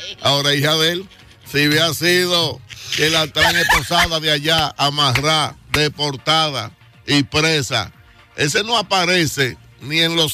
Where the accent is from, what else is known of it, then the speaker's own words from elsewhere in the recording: Tireo, La Vega, Dominican Republic; de allá, de Tireo.